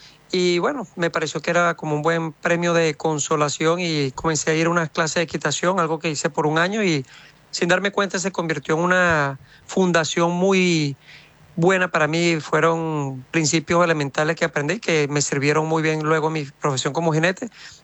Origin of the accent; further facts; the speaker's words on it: Venezuela; moved away; mi carrera comenzó en mi tierra natal, Venezuela, cuando yo era muy joven. Yo tenía aproximadamente 13 años de edad